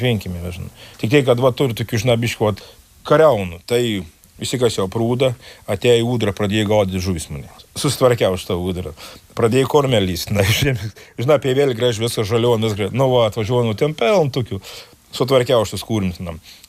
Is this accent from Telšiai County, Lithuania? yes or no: yes; Viekšniai, Telšiai County, Lithuania; esam Viekšnius, kadangi aš sakau, aš esu Viekšniškis ir aš kaip, nu, sakau visiems ir sakau, aš iš Viekšnių